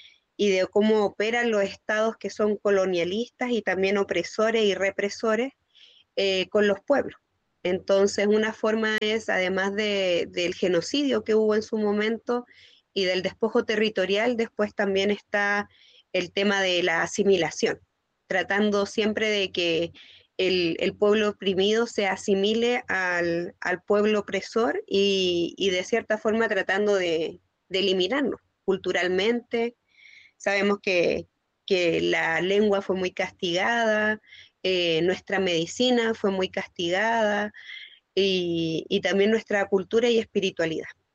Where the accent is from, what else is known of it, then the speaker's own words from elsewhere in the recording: Santiago, Santiago Metropolitan Region, Chile; nosotros nacimos en Santiago, yo y Matías, y crecimos sin saber y lejos de la cultura mapuche y del mapuzungún.